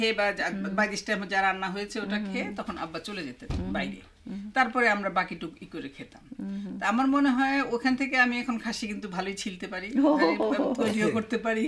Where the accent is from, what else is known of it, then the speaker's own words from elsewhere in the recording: Dhaka, Dhaka Division, Bangladesh; আমাদের পুরনো ঢাকায় আমরা বড় হয়েছি